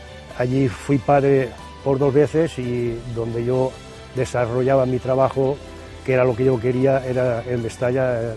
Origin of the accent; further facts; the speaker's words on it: Valencian Community, Spain; y como valenciano, como antes te he dicho, recoger la copa y levantarla y luego regresar, y por cada pueblo que pasamos la gente estaba en la carretera esperando que pasamos